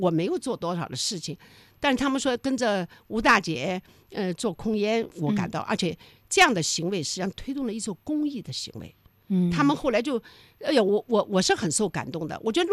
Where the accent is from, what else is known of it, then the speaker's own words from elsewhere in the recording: China; 我作为一个中国人